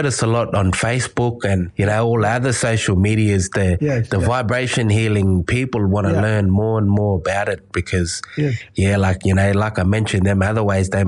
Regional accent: Alice Springs, Northern Territory, Australia; I'm from Australia, I'm Aboriginal, I might not be from Arnhem, man, but still this is my country and that's my mob

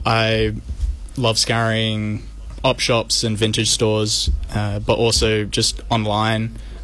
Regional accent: Perth, Western Australia, Australia; born or raised there

